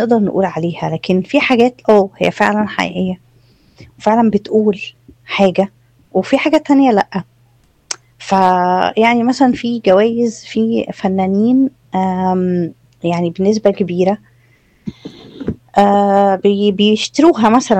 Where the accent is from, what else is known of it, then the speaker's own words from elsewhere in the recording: Egypt; إحنا كمصريين